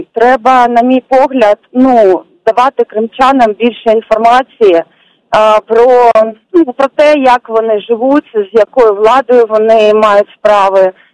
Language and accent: Ukrainian; Sevastopol, Ukraine; now in Kyiv, Ukraine; Я народилася в Севастополі, але зараз мешкаю в Києві.